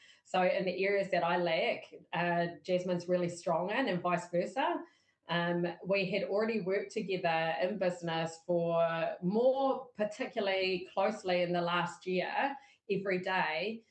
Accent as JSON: {"language": "English", "region": "Northland", "country": "New Zealand", "tie": "born or raised there", "lives_now": "Whangarei, New Zealand", "said": "noho ana au ki Whangarei. … I am a proud Northland bred wahine Māori, born and bred in Taitokerau, Northland girl through and through."}